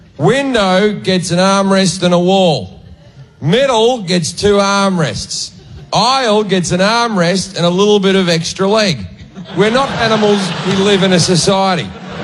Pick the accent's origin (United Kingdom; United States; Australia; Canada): Australia; I'm Australian, you racist.